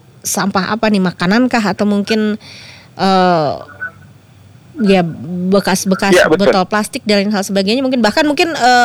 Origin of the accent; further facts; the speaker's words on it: Bandung, West Java, Indonesia; saya sebagai warga Kota Bandung